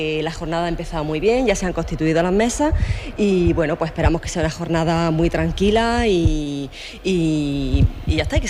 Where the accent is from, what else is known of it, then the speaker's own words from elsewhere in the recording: Andalusia, Spain; para nosotros como andaluces y como españoles